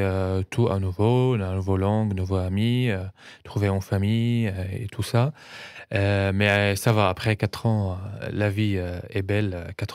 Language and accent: French; Damascus, Syria; French is a second language; moved away as an adult; now in Strasbourg, France; je suis chanteur syrien, je suis en France depuis à peu près 4 ans